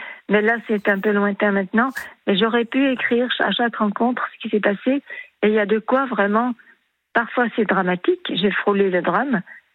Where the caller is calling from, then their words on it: Aix-les-Bains, Auvergne-Rhône-Alpes, France; J'habite en Savoie, à Aix-les-Bains.